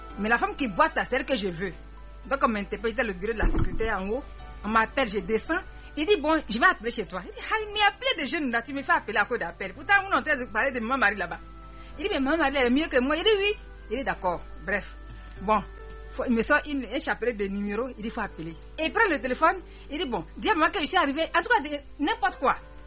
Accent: Katiola, Vallée du Bandama, Côte d’Ivoire; moved away; quand je suis arrivée au village chez moi à Katiola

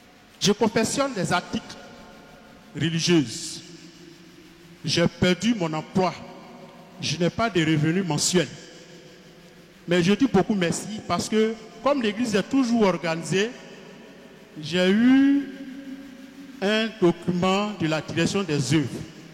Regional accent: Abobo, Abidjan, Côte d’Ivoire; membre de Hope Nouvelle. Je viens d'Abobo, à Boukatier, Saint-Jean-Baptiste.

